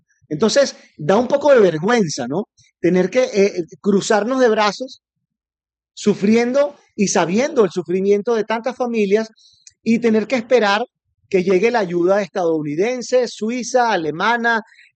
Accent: Venezuela; Yo como venezolano siento un poco de vergüenza al declarar esto, porque siento que, a ver, yo tengo suficiente edad para saber que en mi país

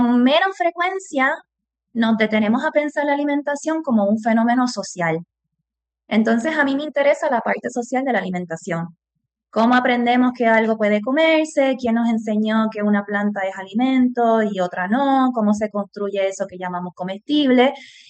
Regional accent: Humacao, Puerto Rico; moved away as an adult; now in Argentina; yo soy de Humacao, pero actualmente, como bien menciona Roxana, estoy viviendo en Argentina

